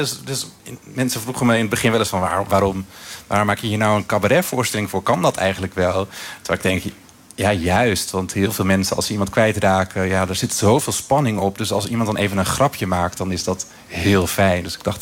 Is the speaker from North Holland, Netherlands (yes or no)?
no; Friesland, Netherlands; moved away; also born or lived in Groningen; Ik kom uit Friesland, Tim uit Zwolle. En ik woonde toen in Groningen.